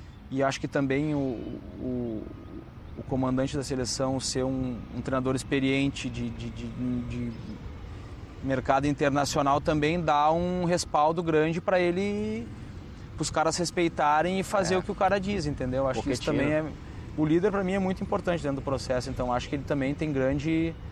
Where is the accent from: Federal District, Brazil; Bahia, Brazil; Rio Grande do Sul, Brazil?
Rio Grande do Sul, Brazil; moved away as an adult; also born or lived in Dubai; now in United States; eu sou de lá, né? Eu sou gaúcho, então as minhas raízes, a minha família está toda lá